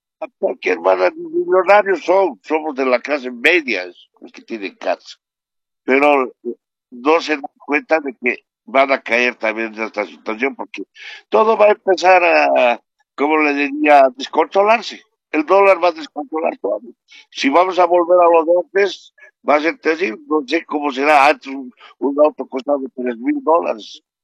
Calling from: La Paz, Bolivia; Estoy llamando de aquí, de la ciudad de La Paz. Uh-huh.

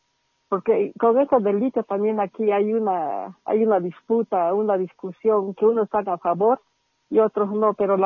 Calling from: Uyuni, Potosí, Bolivia; Hablo de Uyuni.

